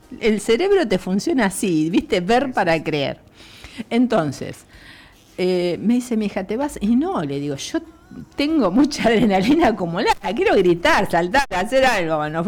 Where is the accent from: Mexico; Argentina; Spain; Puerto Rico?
Argentina; Me siento más argentina que nunca.